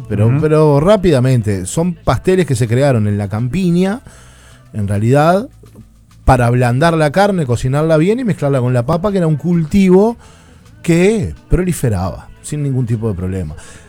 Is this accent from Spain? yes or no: no; Uruguay